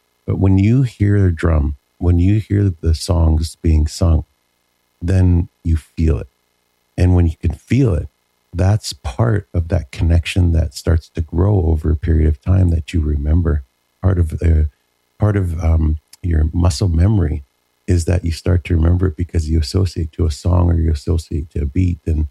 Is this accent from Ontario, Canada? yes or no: no; Vancouver, British Columbia, Canada; you know, from where I've come from and growing up in Vancouver